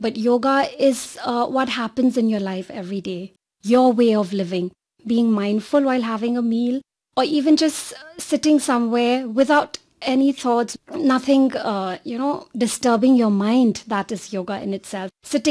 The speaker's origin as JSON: {"language": "English", "town": "Shillong", "region": "Meghalaya", "country": "India", "also_born_or_lived": "Chennai", "moved": "as an adult", "lives_now": "Shillong, India", "said": "And since I'm from Shillong, there's always been an urge to just come back home"}